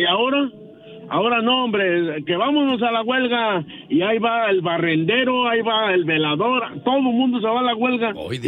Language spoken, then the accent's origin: Spanish; Zamora, Michoacán, Mexico; now in Jerome, United States; Pero soy de Zamora, Michoacán.